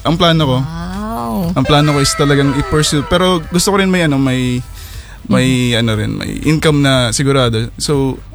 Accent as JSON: {"language": "Tagalog", "region": "Bicol Region", "country": "Philippines", "said": "taga Bicol po ako."}